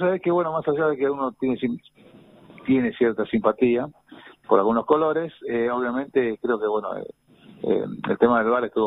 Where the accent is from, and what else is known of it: Argentina